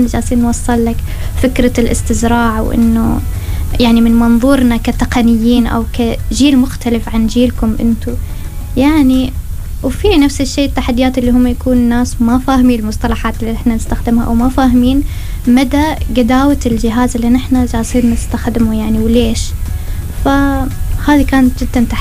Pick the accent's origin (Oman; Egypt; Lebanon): Oman